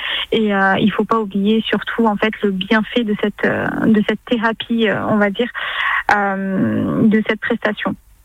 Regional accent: Réunion; moved away as an adult; now in France; Je suis arrivée ici en France quand j'avais 18 ans, parce que de base, je viens de l'île de La Réunion.

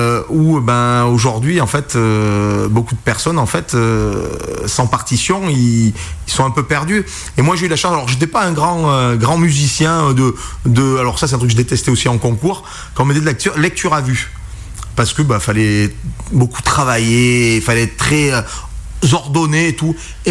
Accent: Beaumont, Auvergne-Rhône-Alpes, France; born there; ici l'Auvergnat portugais. Pourquoi? Parce que je suis d'origine portugaise par mes parents et je suis né à Beaumont en Auvergne.

